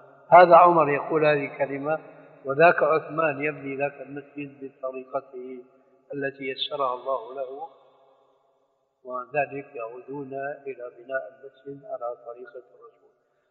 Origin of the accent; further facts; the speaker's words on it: Syria; عندنا في سوريا